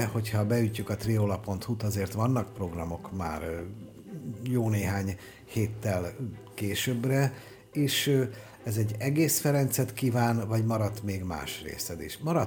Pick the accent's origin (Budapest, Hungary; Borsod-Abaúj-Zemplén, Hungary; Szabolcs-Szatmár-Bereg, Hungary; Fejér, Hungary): Budapest, Hungary; és én a 7. kerületé vagyok, de ahol fölnőttem, amit nagyon szeretek, az a 8. kerület, az ezerszer áldott és átkozott Józsefváros